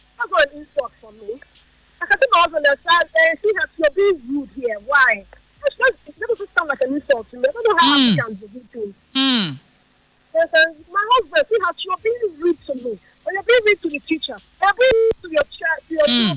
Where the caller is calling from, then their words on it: Port Harcourt, Rivers, Nigeria; I'm calling from Port Harcourt.